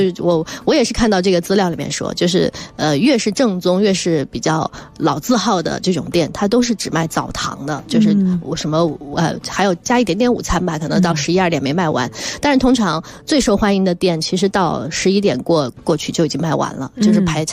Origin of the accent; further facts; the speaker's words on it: Guizhou, China